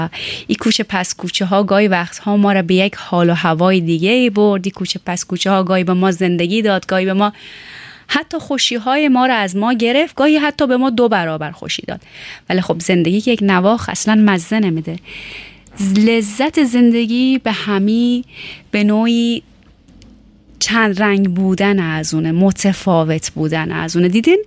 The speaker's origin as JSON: {"language": "Persian", "town": "Tehran", "region": "Tehran Province", "country": "Iran", "tie": "born or raised there"}